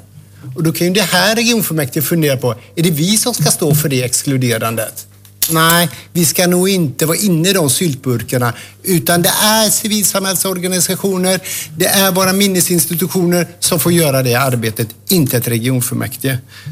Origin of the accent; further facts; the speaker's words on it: Falköping, Västra Götaland County, Sweden; Oavsett om det är min hemstad Falköping eller om det är en större geografi, så ska det komma underifrån.